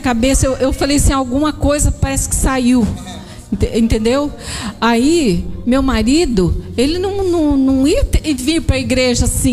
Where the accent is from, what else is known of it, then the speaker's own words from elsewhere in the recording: Guaraçu, Brazil; Eu sou de Guaraçu.